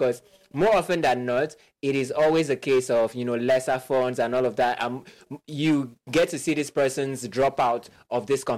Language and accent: English; Nigeria